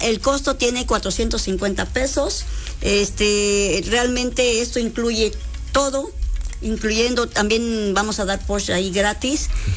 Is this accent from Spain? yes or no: no; Chiapas, Mexico; now in Puebla, Mexico